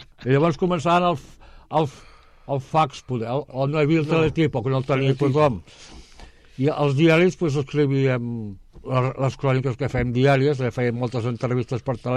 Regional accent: Vilanova i la Geltrú, Catalonia, Spain; now in Cunit, Spain; va decidir agafar llogar un pis a Vilanova, i llavors allà vaig néixer, allà em vaig criar, però cada setmana em portaven aquí amb els avis.

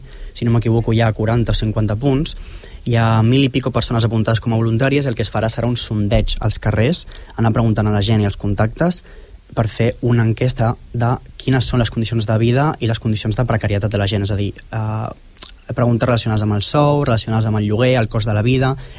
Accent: Sant Boi de Llobregat, Catalonia, Spain; Jo soc de l'Assemblea d'Habitatge, soc de Sant Boi, què et preocupa?

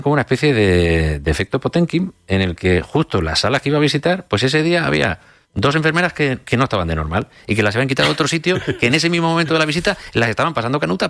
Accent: Ceuta, Spain; somos nosotros los ceutíes

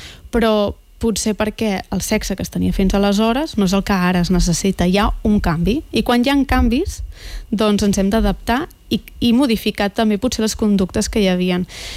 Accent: Pineda de Mar, Catalonia, Spain

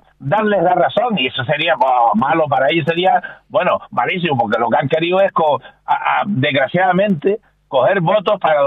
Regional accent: Canary Islands, Spain; los canarios no somos esto, los canarios siempre hemos sido solidarios y hemos sido humanitarios sobre todo

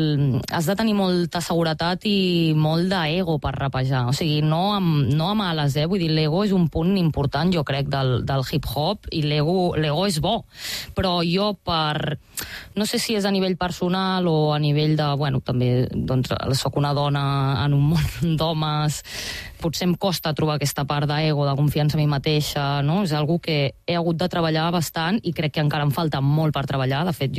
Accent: Barcelona, Catalonia, Spain; vaig a batalles de freestyle al meu barri, a Sant Andreu

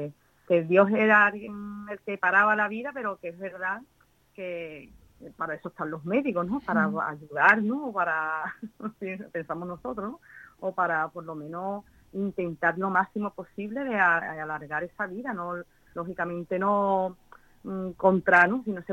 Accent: Jerez de la Frontera, Andalusia, Spain; Ya digo que somos de Jerez, fuimos en Sevilla y pedimos allí varias opiniones

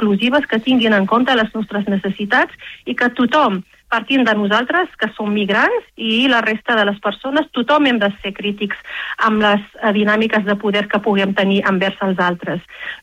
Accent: Rif, Morocco; Coneixen molt, doncs, de la cultura amazigh, de la llengua amazigh, del Rif, que és el meu poble d'origen, no?

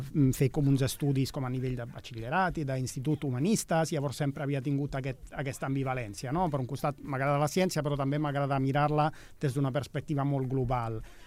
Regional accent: Rome, Lazio, Italy; born or raised there; moved away as an adult; now in Barcelona, Spain

